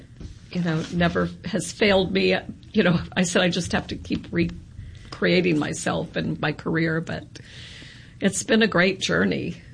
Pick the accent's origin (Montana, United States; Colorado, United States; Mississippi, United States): Mississippi, United States; Natchez; also born or lived in Alaska / Paris / San Francisco; I think about growing up in Natchez with like the soup course.